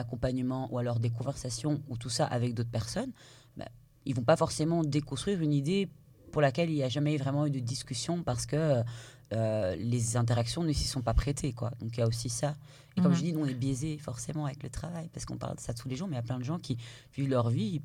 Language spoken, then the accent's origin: French; Belgium; je suis née, j'ai grandi en Belgique. J'ai été en Guinée quand j'étais petite avec ma mère. J'avais 5 ans